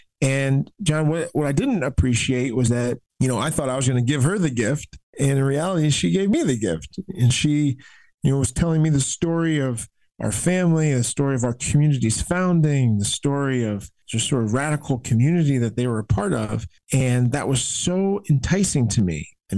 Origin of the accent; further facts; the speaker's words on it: Gaithersburg, Maryland, United States; Yeah, so I grew up on the East Coast, as I said, Gaithersburg, Maryland.